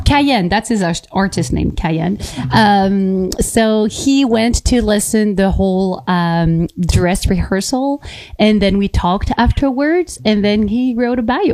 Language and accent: English; Canada; English is a second language; I'm a French Canadian.